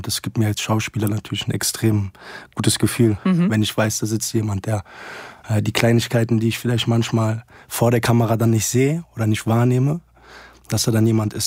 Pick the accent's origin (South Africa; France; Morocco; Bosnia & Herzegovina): Morocco; Settat, Casablanca-Settat; now in Germany; ich bin Marokkaner, und also Deutsch-Marokkaner. Ich fühle mich mit beiden Ländern sehr, sehr verbunden und bin in Marokko geboren, in Settat.